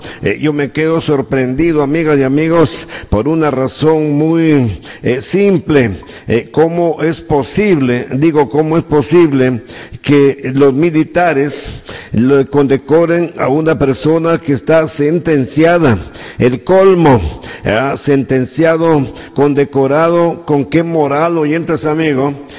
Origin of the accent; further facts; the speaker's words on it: Pimpingos, Cajamarca, Peru; moved away; en Pimpinco, mi tierra, por Dios, allá nos sintonizan. Yo estudié tronchita en Pimpincos, en esa escuelita que está en todo el cerro con su tejita roja